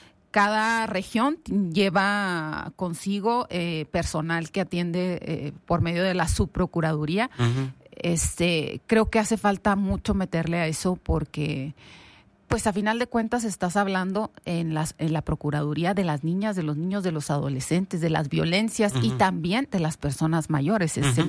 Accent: Chihuahua, Mexico; born there; now in Ciudad Juárez, Mexico; Chihuahua Capital, que es la tierra donde yo nací

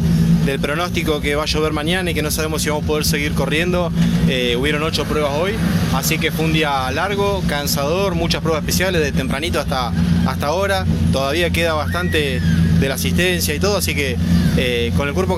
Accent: Cipolletti, Río Negro, Argentina; De Cipolletti, Río Negro yo

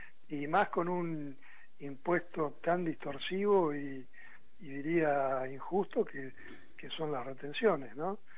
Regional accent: Argentina; como argentinos no le tenemos miedo a la competencia

